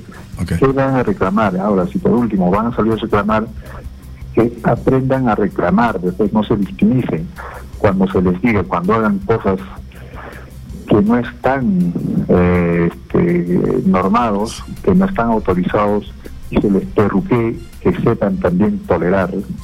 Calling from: Cusco, Peru; desde el Cusco.

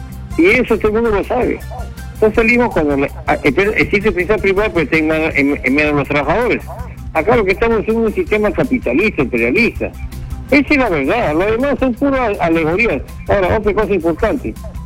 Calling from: Lima, Peru

